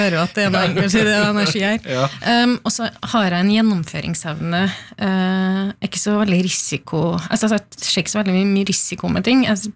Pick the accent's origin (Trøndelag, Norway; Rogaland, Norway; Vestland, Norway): Trøndelag, Norway; Trondheim; also born or lived in Oslo; vi flyttet jo hjem fra Oslo til Trondheim for å være nær min mor, ja. Altså jeg jobbet i Oslo og bodde i Oslo mange år.